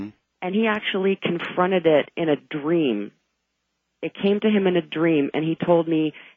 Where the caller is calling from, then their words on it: Mississauga, Ontario, Canada; I'm calling from Mississauga, Ontario, Canada.